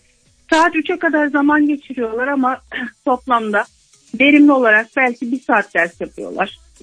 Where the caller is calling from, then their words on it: Antalya, Turkey; Ben Antalya'dan arıyorum.